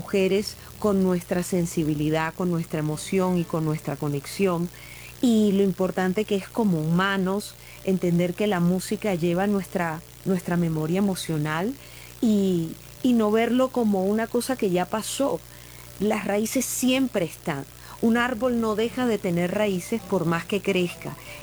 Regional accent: Barranquilla, Atlántico, Colombia; además en mi tierra, en Barranquilla, imagínate.

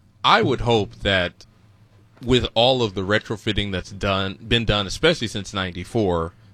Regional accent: Pasadena, California, United States; I'm born and raised in the Pasadena area.

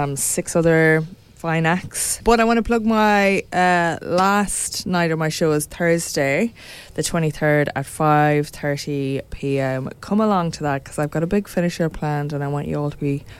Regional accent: Ireland; now in Darwin, Australia; I'm from Darwin for the last year. And before that, I am Irish.

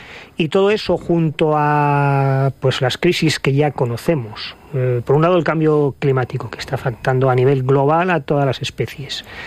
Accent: Gijón, Asturias, Spain; y sí las probamos, pues en Gijón, que es de donde soy, ¿no? En la zona de costa.

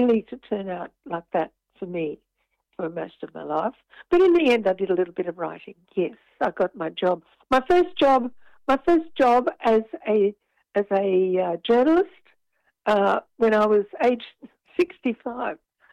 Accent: Brisbane, Queensland, Australia; moved away as an adult; now in Sydney, Australia; and then I grew up in Brisbane. Education in Brisbane.

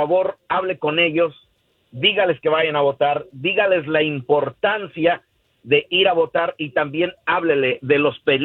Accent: Mexico; tenemos que cerrar filas como inmigrantes, como hispanos, como mexicanos, como latinos

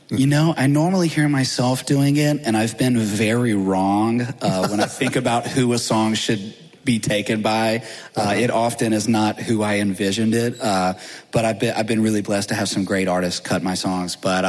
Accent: Baton Rouge, Louisiana, United States; now in Nashville, United States; did grow up in Louisiana, and I feel like it definitely seeps into the music a little bit. I love where I grew up in Baton Rouge

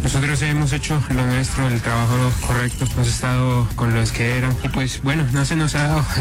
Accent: Boyacá, Colombia; somos colombianos

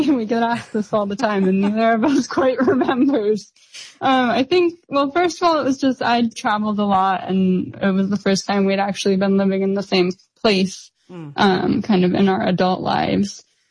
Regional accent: Hartland, Vermont, United States; Yeah, so we were raised in Vermont in a little town called Heartland.

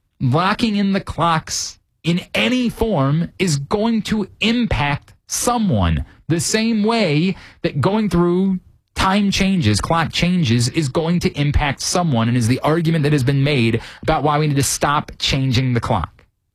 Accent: Kingsville, Maryland, United States; when I was growing up in Kingsville going to Perry Hall High School.

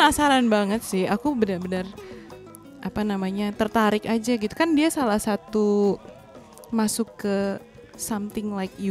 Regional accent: Jakarta, Indonesia; also born or lived in Bandung; Oke, kalau aku dari Jakarta, tapi lahir di Bandung.

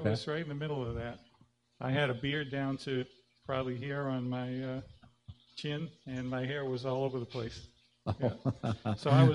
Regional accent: Massachusetts, United States; also born or lived in Boston; I grew up right outside of Boston and lived in Boston for a while. Di and I lived in several different sections of Boston in our time, too.

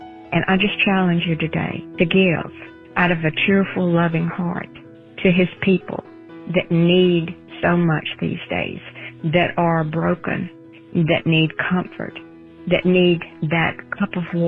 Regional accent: Lamar, South Carolina, United States; I'm from Lamar, South Carolina.

